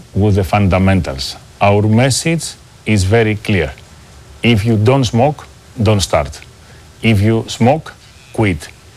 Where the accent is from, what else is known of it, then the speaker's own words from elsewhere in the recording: Greece; moved away as an adult; also born or lived in Indonesia; I grew up in Greece, and I got my first learnings and values in a family business environment. My grandparents were immigrants in Athens